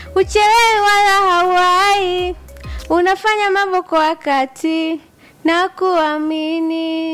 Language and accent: Swahili; Iringa, Tanzania; Mimi natokea Iringa.